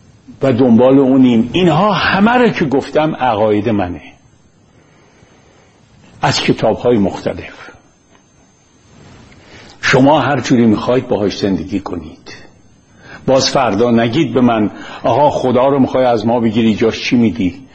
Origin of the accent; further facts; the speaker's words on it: Iran; moved away; من توی مملکتی بزرگ شدم